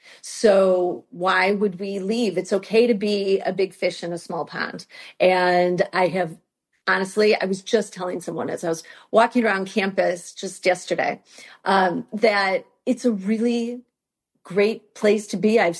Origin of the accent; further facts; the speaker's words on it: Illinois, United States; moved away as an adult; now in Champaign, United States; I'm from the Chicago suburbs.